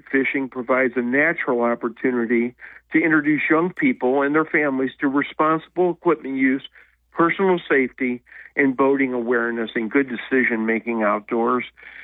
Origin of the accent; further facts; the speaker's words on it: St. Louis, Missouri, United States; moved away; I'm from St. Louis originally